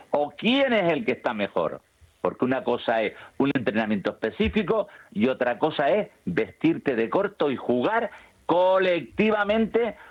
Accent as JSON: {"language": "Spanish", "region": "Canary Islands", "country": "Spain", "said": "yo soy canario"}